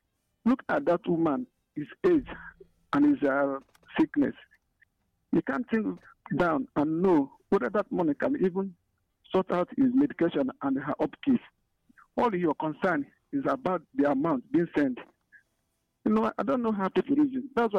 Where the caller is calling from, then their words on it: Abakaliki, Nigeria; I'm calling from Abakba.